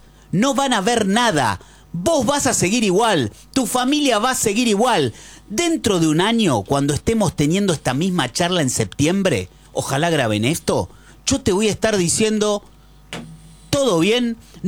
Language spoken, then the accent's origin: Spanish; Argentina; lo que yo puedo sentir como argentino